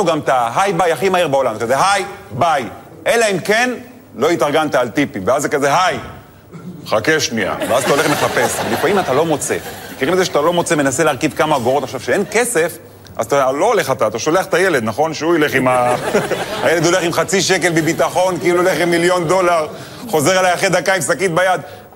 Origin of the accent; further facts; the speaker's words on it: Netanya, Central District, Israel; האמת, אני גדלתי בנתניה. לא יצא לי, בחיים לא היה לי שליח בבית, כי אמא טריפוליטאית, אמא מכינה הכל.